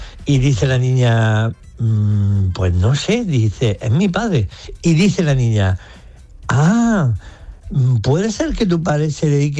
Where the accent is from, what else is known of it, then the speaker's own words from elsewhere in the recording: Jaén, Andalusia, Spain; yo disfruto mucho en mi tierra, en Jaén, por ejemplo, en la Sierra Cazorla, ahí se está en la gloria.